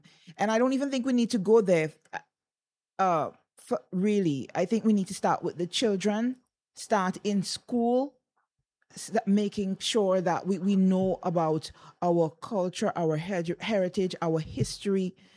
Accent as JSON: {"language": "English", "country": "St. Vincent & Grenadines", "said": "our country here in St. Vincent"}